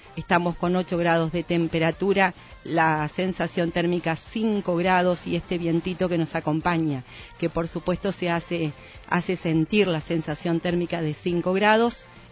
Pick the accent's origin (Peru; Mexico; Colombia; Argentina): Argentina; Patagonia; yo soy patagónica, estoy acostumbrada a las escarchas, a los fríos, a los vientos, a la nieve hasta la rodilla